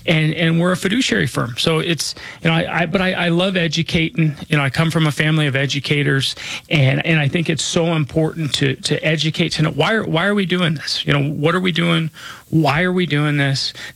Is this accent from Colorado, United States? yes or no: yes; Denver, Colorado, United States; I was born and raised here in Denver. I went to Holly Hills Elementary School over close to Hamden and I-25. That's where I grew up.